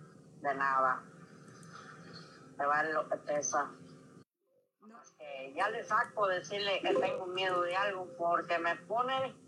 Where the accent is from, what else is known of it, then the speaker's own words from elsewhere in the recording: Guadalajara, Jalisco, Mexico; moved away; cuando fue a verme allá a Guadalajara, allá a mi tierra